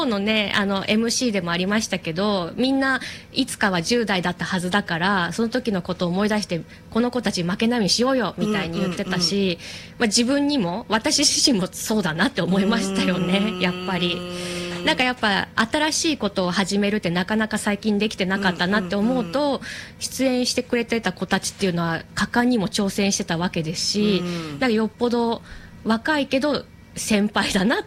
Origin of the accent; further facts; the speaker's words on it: Yamanashi, Japan; 私地元山梨ですけど、